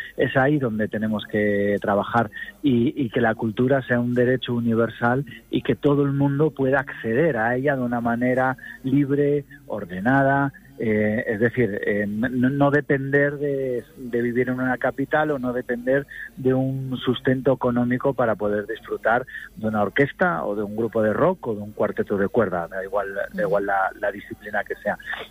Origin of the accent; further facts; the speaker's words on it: Asturias, Spain; yo me siento muy orgulloso de ser partícipe como comisario, pero también como artista asturiano